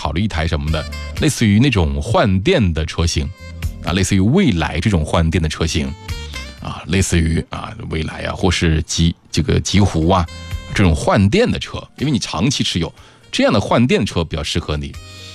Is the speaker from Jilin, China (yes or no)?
no; Yichang, Hubei, China; 你要是我们宜昌的，